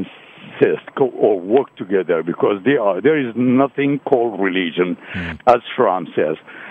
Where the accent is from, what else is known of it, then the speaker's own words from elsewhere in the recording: Moorhead, Minnesota, United States; English is a second language; also born or lived in Middle East; I'm originally from Moorhead, Minnesota.